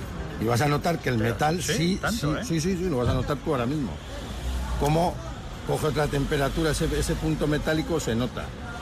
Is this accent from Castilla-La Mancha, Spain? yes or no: no; Legutiano, Basque Country, Spain; Hola, buenas. … de Villarreal, de Legutiano.